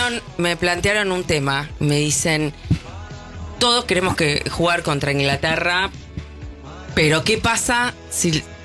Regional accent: Argentina; Nacimos para sufrir. Si no, no sos argentino.

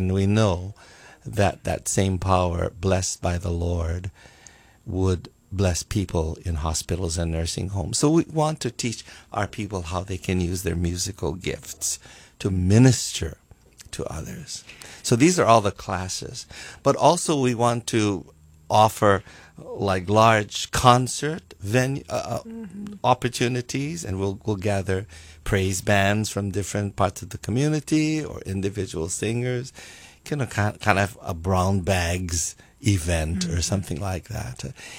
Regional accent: Hilo, Hawaii, United States; I'm from the Big Island, from Hilo side.

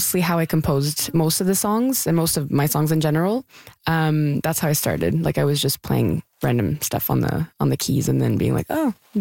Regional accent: Gatineau, Quebec, Canada; now in Montreal, Canada; But also, I mean, Gatineau, growing up in Gatineau was great as a kid. But I think I wanted to expand my horizons a little bit, and Montreal was certainly a place

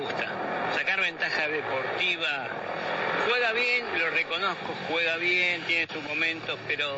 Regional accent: Argentina; Como argentino me da vergüenza.

